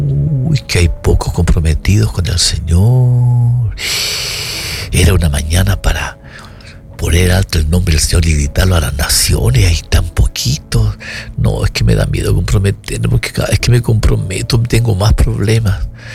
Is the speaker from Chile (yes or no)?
yes; Chile; como decimos en Chile.